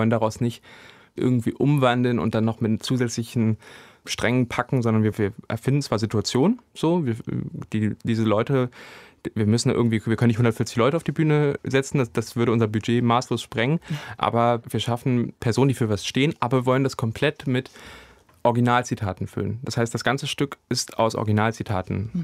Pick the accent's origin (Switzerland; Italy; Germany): Germany; ich komme aus dem Harz, mein ganzer Schulhof stand voll mit Simson-Mopeds